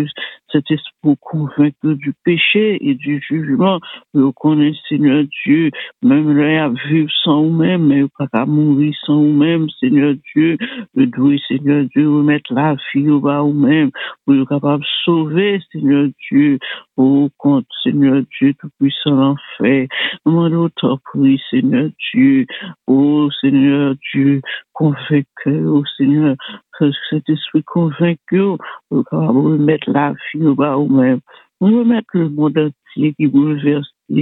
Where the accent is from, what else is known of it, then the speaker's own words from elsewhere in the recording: Haiti; pays nous, Haïti